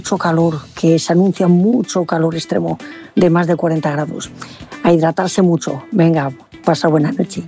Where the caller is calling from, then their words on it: Valencia, Valencian Community, Spain; soy cónsul de Valencia.